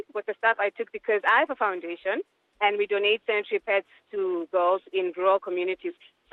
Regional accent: Aminuis, Omaheke, Namibia; I grew up on a farm, Okameruna. Yeah. All the way from Aminus.

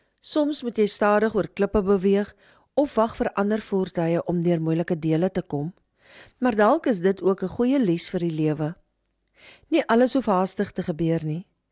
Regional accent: Namibia; En vir ons as Namibiërs is dit 'n herinnering aan hoe ongelooflik bevoorreg ons is om in so 'n mooi land te leef.

